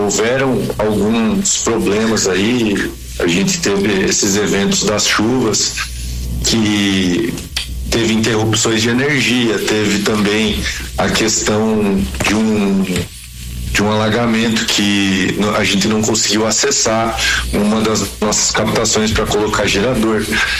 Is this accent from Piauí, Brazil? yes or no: no; Santa Catarina, Brazil; now in Bento Gonçalves, Brazil; Eu sou natural de Santa Catarina.